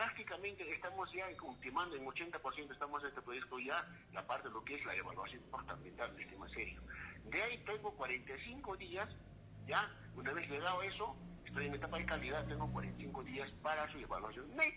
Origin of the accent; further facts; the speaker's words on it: Peru; yo soy del lugar. Yo soy del distrito de Cutulape, del centro poblado Chimbo.